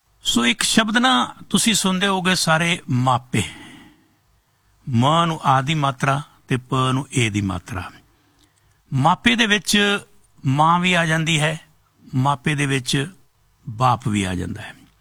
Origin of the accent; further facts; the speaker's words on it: Punjab, India; moved away; ਸਾਡੀ ਵੀ ਕੋਸ਼ਿਸ਼ ਹੁੰਦੀ ਹੈ ਕਿ ਅਸੀਂ ਪੰਜਾਬ ਤੋਂ ਚੱਲ ਕੇ 12-13 ਹਜ਼ਾਰ ਕਿਲੋਮੀਟਰ ਦੂਰ ਬੈਠੇ ਪੰਜਾਬੀ ਭੈਣ ਭਰਾਵਾਂ ਨੂੰ ਉਸ ਪੰਜਾਬ ਦੇ ਬਾਰੇ, ਉਸ ਪੰਜਾਬੀ ਮਾਂ ਬੋਲੀ ਦੇ ਬਾਰੇ